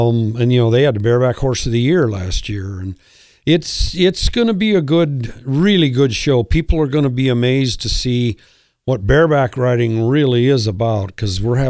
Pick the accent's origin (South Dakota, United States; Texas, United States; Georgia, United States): South Dakota, United States; Deadwood; I grew up in Deadwood